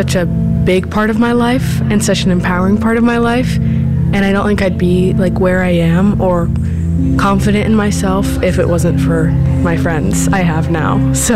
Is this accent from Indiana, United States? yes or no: yes; Indianapolis, Indiana, United States; I'm from Indianapolis.